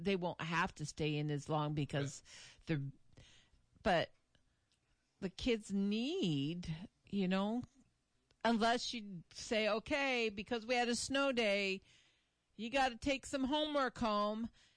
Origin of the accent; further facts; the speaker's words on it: California, United States; I grew up in California.